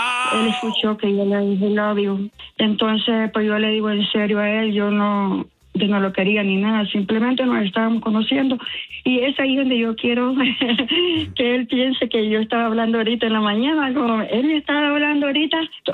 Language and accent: Spanish; Honduras; No, soy hondureña, pero soy mujer de un solo hombre, no me gusta eso.